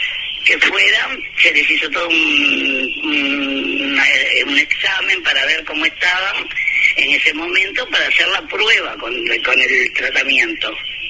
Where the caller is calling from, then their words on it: Montevideo, Uruguay; Te hablo de Nuevo París.